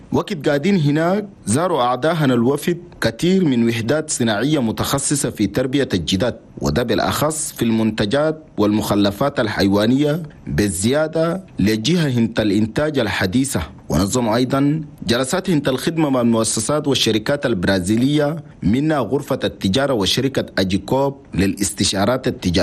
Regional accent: Chad

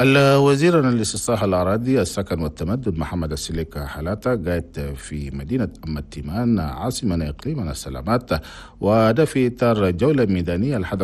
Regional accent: Chad; انت الحكومة هنا بلدنا تشاد. في فندق نوفوتيل هنا في العاصمة نجمينا

